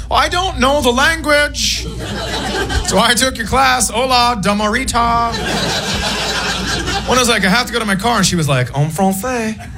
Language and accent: English; Minnesota, United States; I am from Minnesota. We don't have those there.